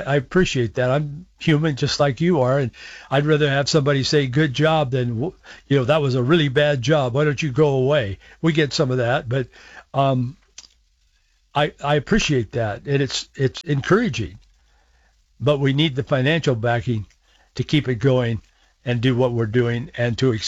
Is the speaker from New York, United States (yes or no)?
no; Yakima, Washington, United States; I was born and raised in Yakima. We lived in the valley for a number of years. Then my parents moved back to Yakima again.